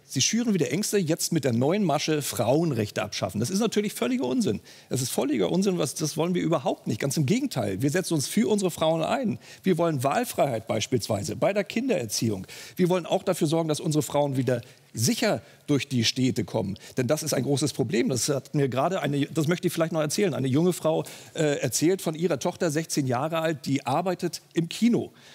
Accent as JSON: {"language": "German", "town": "Schwerin", "region": "Mecklenburg-Vorpommern", "country": "Germany", "tie": "born or raised there", "said": "Ich trete ja direkt an in meiner Heimatstadt Schwerin gegen Manuela Schwesig."}